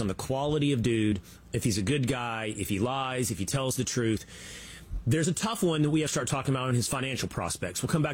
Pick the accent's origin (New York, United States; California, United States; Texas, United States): Texas, United States; Sherman; So I grew up in Sherman, Texas, 30,000 people, right?